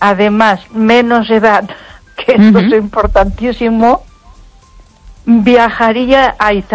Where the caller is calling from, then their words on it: Ponferrada, Castile and León, Spain; de Ponferrada.